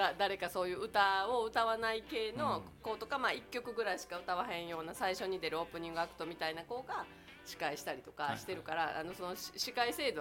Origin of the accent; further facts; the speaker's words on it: Takatsuki, Osaka, Japan; まず歌巻っていう、うん、私の、はいはい、あの地元の高槻っていうところでやってるイベントがあるんです